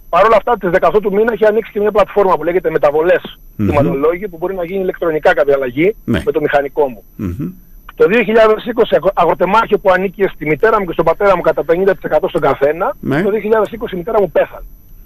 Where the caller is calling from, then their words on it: Lasithi, Crete, Greece; Εγώ είμαι από Λαθήθη.